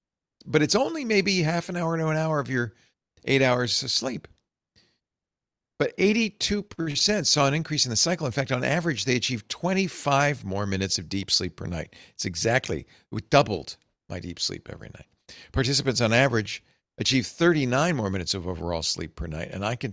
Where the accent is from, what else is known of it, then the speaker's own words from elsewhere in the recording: Providence, Rhode Island, United States; I grew up in Providence, Rhode Island